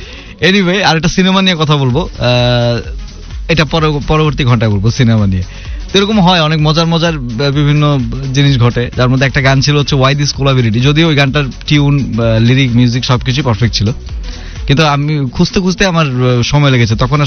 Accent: Bangladesh; আমি বাংলাদেশি ভাই, আমি চাইনিজ ভাষা বুঝি না

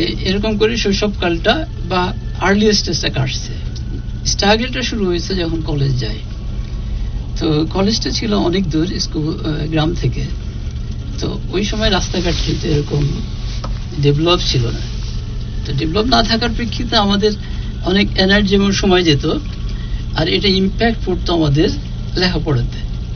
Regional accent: Satyapur, Khulna Division, Bangladesh; born there; আমার জন্ম মাগুরা জেলার একটা স্বনামধন্য গ্রাম, গ্রামটার নাম সত্যপুর।

